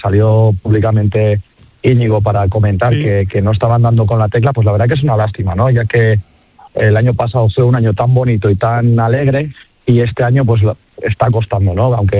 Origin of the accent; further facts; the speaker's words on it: Villarreal, Valencian Community, Spain; yo soy de Villarreal, nacido en Villarreal